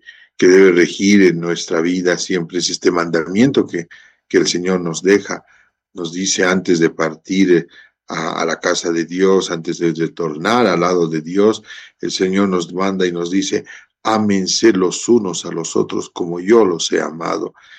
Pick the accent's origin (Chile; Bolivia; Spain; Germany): Bolivia; empecemos a pensar como país, somos Bolivia, todos somos bolivianos